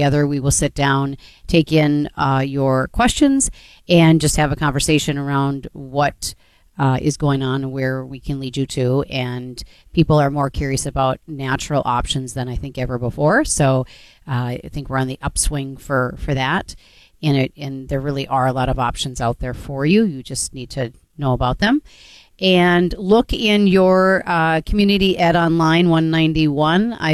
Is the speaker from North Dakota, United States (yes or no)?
yes; North Dakota, United States; now in Minnesota, United States; I grew up in North Dakota